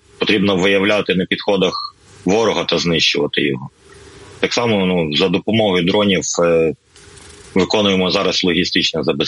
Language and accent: Ukrainian; Volyn Oblast, Ukraine; now in Lviv, Ukraine; Сам родом з Волинської області, але склалося так життя, що з 13-го року проживав у Львові.